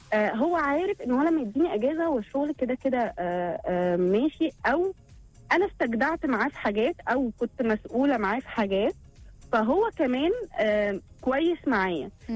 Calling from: Egypt; احنا كمصريين

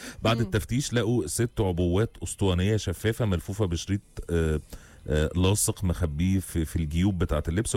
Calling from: Riyadh, Riyadh Province, Saudi Arabia; مساء الخير، بسمعكم انا وجوزي من الرياض، محشورين في الزحمه.

